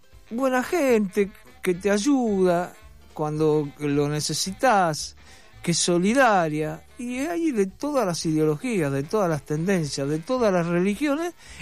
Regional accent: Argentina; born there; Yo, por ejemplo, soy argentino, nací acá. Soy muy argentino, hinché por Argentina, todo, pero de mí para arriba, toda mi familia, inclusive mi hermana, son españoles.

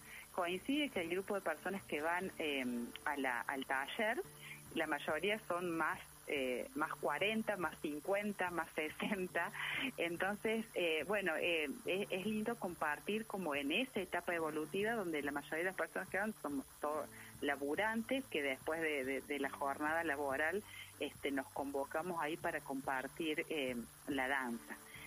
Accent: Almafuerte, Córdoba, Argentina; now in Villa Los Aromos, Argentina; Yo me formé hace muchos años cuando era niña, digamos, en una academia del pueblo, de donde soy, en Almofuerte

